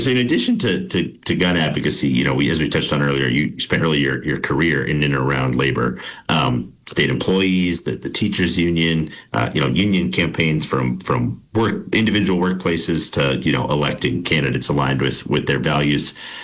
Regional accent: United States; I mean, Sandy Hook, from where I grew up in Windham County, probably a 90-minute drive, and the train in goes through Brattleboro, goes directly through their town.

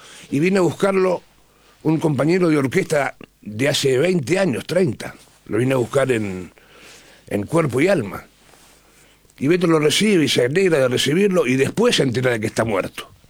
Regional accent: Buenos Aires, Argentina; Y porque soy porteño.

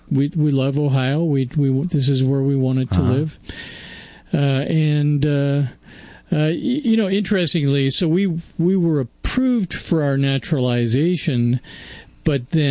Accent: Weyburn, Saskatchewan, Canada; In fact, where I grew up, I grew up in Weyburn, Saskatchewan.

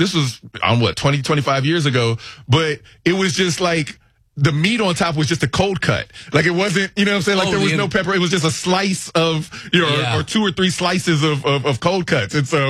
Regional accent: Dayton, Ohio, United States; I'm originally from Dayton, Ohio.

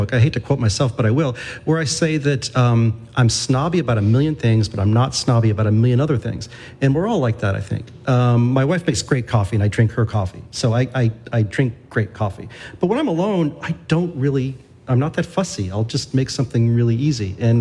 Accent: Florida, United States; growing up in Florida where, you know, we were a middle-class family.

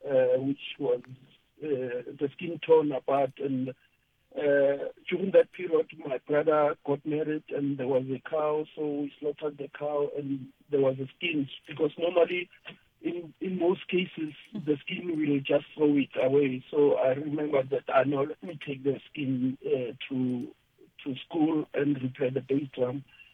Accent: South Africa; I'm from South Africa.

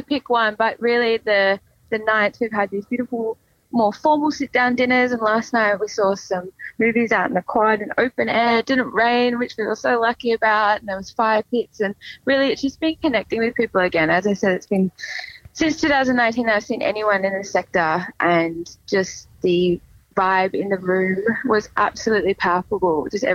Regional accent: Sydney, New South Wales, Australia; So I'm from Sydney, sort of white gal.

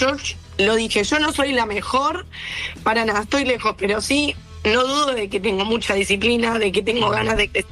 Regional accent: Cañuelas, Buenos Aires Province, Argentina; Yo soy de Cañuelas, para los que no saben.

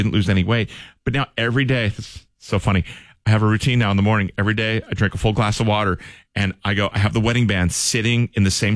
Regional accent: Maryland, United States; Hey, listen, I'm from Maryland. We eat scrapple.

